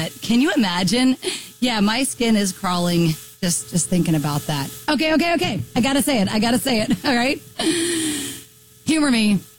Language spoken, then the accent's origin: English; Tennessee, United States; now in Colorado Springs, United States; I grew up in West Tennessee